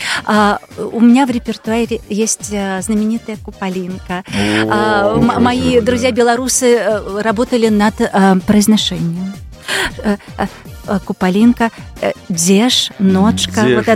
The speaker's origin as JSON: {"language": "Russian", "region": "Saint Petersburg", "country": "Russia", "said": "Мы же петербуржцы."}